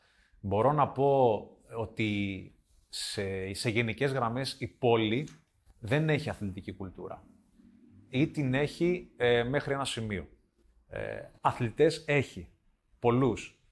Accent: Greece; είμαι προφανώς αντίθετος ως Έλληνας

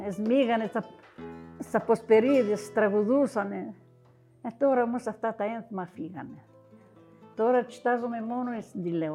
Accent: Vorizia, Crete, Greece; Εγώ ήμουν και από τα Βορίζα, δεν ήξερα και πολλά.

